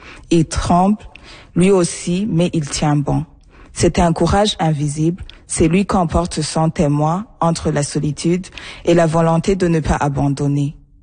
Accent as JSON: {"language": "French", "country": "Burundi", "moved": "yes", "lives_now": "Sudbury, Canada", "said": "Je suis burundaise."}